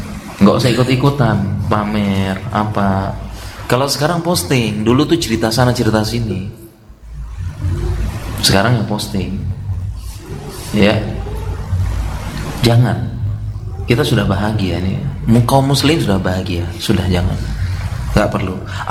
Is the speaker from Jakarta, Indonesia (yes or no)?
no; Yogyakarta, Special Region of Yogyakarta, Indonesia; Kita orang Jogja